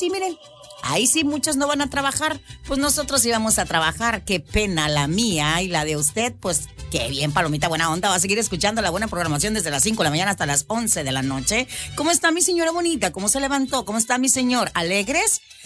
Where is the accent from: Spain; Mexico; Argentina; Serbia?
Mexico; ahí somos mexicanos